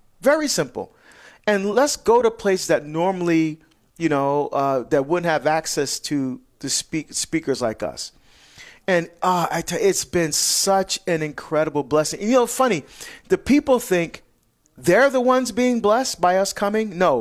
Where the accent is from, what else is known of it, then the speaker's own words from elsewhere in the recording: New Jersey, United States; born there; moved away; I go to my home state of New Jersey.